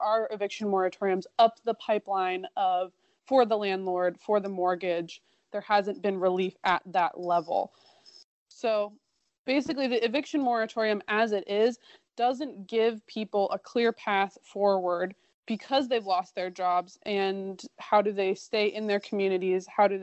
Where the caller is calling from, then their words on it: Portland, Oregon, United States; And at least I'm calling you from Portland, Oregon right now.